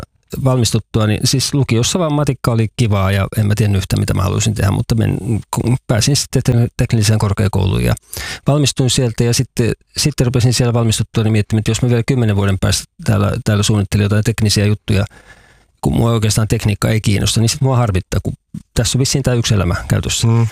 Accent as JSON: {"language": "Finnish", "town": "Vantaa", "region": "Uusimaa", "country": "Finland", "tie": "born or raised there", "moved": "yes", "lives_now": "Kainuu, Finland", "said": "Mä oon siis Vantaalta kotoisin, vaikka asun nykyään Kainuussa."}